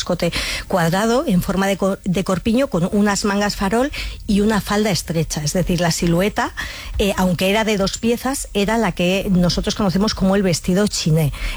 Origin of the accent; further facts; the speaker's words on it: Madrid, Community of Madrid, Spain; Porque yo no soy, y todos los madrileños no somos chulitos